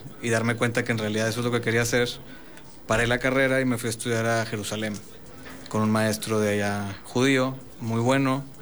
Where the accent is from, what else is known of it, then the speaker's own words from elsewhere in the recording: Monterrey, Nuevo León, Mexico; Soy de Monterrey.